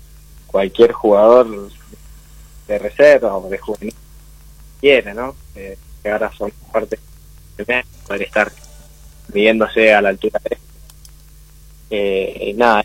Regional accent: Lanús, Buenos Aires Province, Argentina; moved away as an adult; yo soy de Buenos Aires, de Lanús.

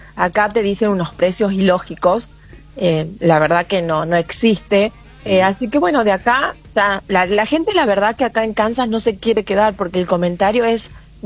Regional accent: Argentina; Solamente éramos argentinos y como somos los argentinos eufóricos, nos sacábamos fotos cantando.

